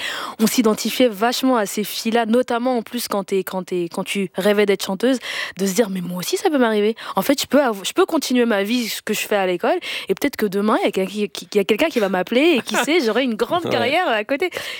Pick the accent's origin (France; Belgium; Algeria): Belgium; Denderleeuw, Flanders; j'ai grandi en Belgique, et puis j'ai grandi dans une petite commune qui s'appelle Denderleu.